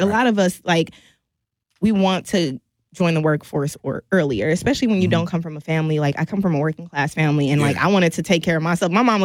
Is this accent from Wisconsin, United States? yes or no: yes; Milwaukee, Wisconsin, United States; I'm from Milwaukee. We here.